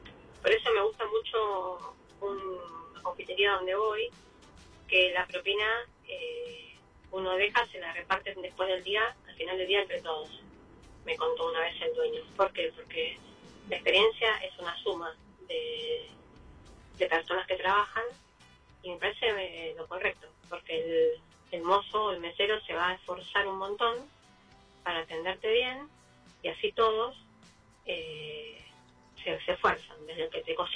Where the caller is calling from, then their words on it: Pilar, Buenos Aires Province, Argentina; de Pilar.